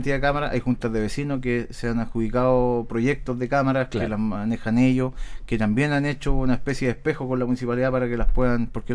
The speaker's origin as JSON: {"language": "Spanish", "region": "Canary Islands", "country": "Spain", "said": "ya a nosotros como canarios nos tiene que poner en alerta."}